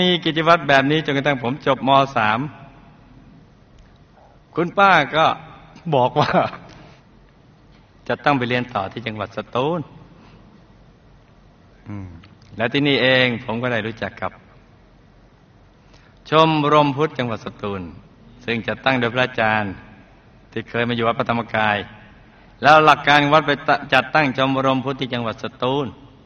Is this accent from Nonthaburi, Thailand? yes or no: no; Songkhla, Thailand; ชีวิตในวัยเด็กของผมนั้นอยู่ที่จังหวัดสงขลาตั้งแต่เริ่มจำความได้ผมอยู่บนภูเขาไอ้สงขลามีภูเขาด้วยเลยที่มีแต่ต้นยางพารา